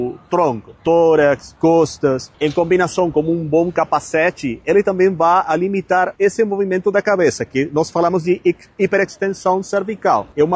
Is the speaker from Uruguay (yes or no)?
yes; Uruguay; Eu sou uruguaio